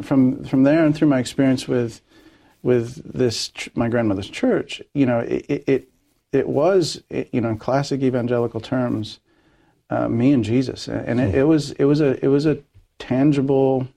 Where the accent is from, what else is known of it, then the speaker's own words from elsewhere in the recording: Olathe, Kansas, United States; also born or lived in Hays, United States; Well, I was born in Hayes, Kansas, in western Kansas, lived my first 8 years or so of my life in Kansas. We moved to a suburb of Kansas City on the Kansas side, Olathe, Kansas, and that's where I first remember things